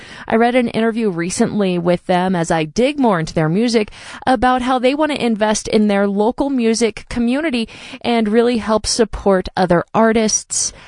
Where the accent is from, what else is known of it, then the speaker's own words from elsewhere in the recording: Fort Collins, Colorado, United States; my hometown, Fort Collins